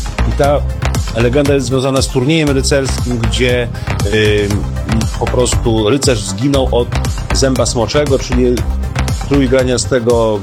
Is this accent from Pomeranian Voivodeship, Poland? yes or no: yes; Gdańsk, Pomeranian Voivodeship, Poland; u nas w Gdańsku.